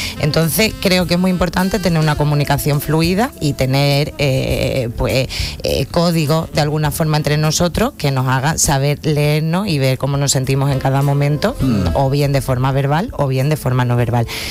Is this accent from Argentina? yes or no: no; Jerez de la Frontera, Andalusia, Spain; yo soy de Jerez.